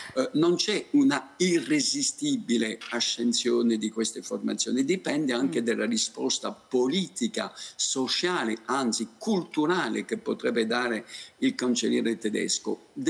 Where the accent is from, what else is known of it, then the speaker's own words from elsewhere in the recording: France; Italian is a second language; nel mio paese, in Francia